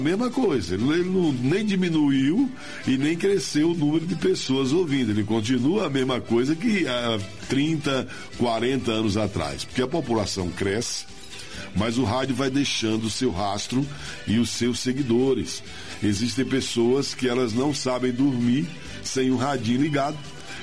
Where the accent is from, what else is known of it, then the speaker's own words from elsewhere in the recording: Brazil; Você já foi na minha terra, não?